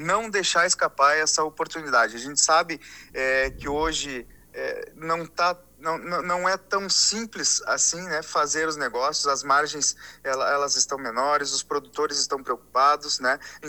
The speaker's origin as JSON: {"language": "Portuguese", "town": "Cruz Alta", "region": "Rio Grande do Sul", "country": "Brazil", "tie": "born there", "moved": "yes", "lives_now": "Bagé, Brazil", "said": "Eu, natural, …, eu sou de Cruz Alta."}